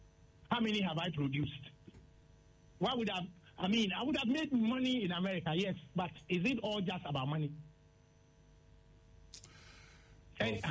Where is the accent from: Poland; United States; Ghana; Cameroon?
Ghana; moved away as an adult; It means that after graduation, I should come to my home country and stay for at least 2 years before I can come back.